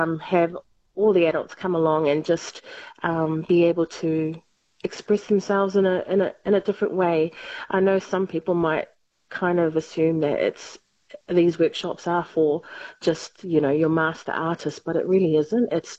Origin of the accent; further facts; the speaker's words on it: New Zealand; now in Carnarvon, Australia; Son our family is from New Zealand, and with my son, his name's Sefa, he's grown up for about 4 years in Carnarvon.